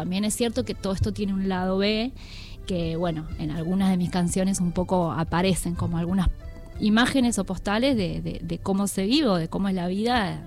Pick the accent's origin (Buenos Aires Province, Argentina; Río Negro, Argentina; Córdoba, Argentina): Río Negro, Argentina; now in Buenos Aires, Argentina